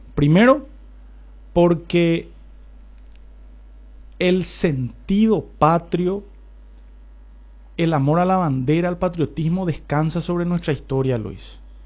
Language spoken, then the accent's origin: Spanish; Paraguay; Como joven, como paraguayo y como representante también de mucha gente acá en el departamento.